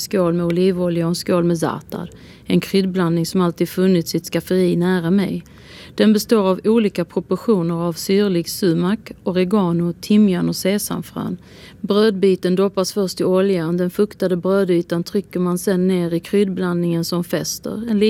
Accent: Palestine

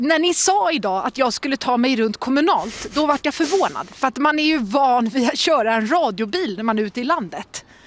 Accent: Stockholm, Stockholm County, Sweden; är ju jag från Stockholm

